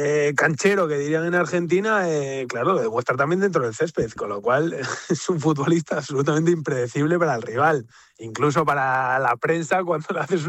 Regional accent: Spain; Siempre, además que lo gane un español, para mí como español, pues es un orgullo

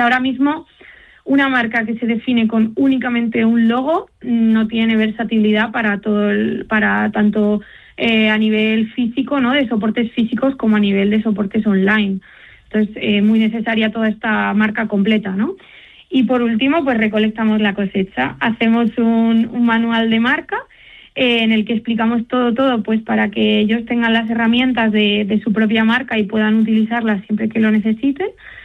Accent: Castile and León, Spain

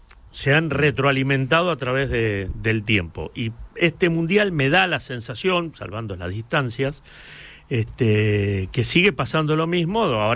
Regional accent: Argentina; me siento con 60 años un privilegiado de haber vivido como argentino Mario Alberto Kempes, a Maradona

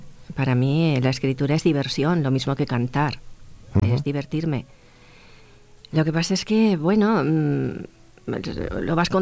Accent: Monteagudo, Region of Murcia, Spain; Soy de Monteagudo, nacida en el mismo Monteagudo.

